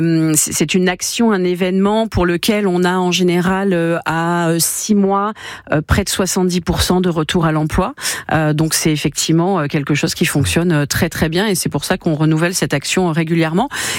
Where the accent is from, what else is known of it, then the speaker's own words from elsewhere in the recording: South-West France, France; je suis originaire du Sud-Ouest